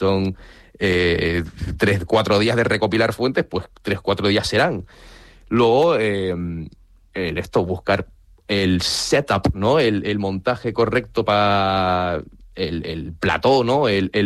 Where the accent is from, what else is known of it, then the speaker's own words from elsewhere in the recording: Fuerteventura, Canary Islands, Spain; mis padres son ingleses, nací en Fuerteventura, me he criado en Fuerteventura, así que técnicamente por crianza y tal, y nacimiento soy canario, pero de sangre, digamos, y de, bueno, de apellido, ¿no? Se habrán dado cuenta … no es exactamente el apellido más...